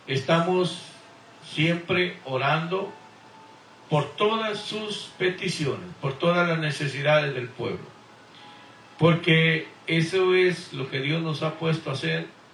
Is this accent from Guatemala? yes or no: yes; Guatemala; moved away as an adult; now in Houston, United States; Y habito y vivo aquí en Houston, Texas, por ya pasadito de 30 años, pero recuerde, no podemos olvidar nuestras raíces, de dónde venimos y cuál es nuestra tierra donde nacimos y crecimos.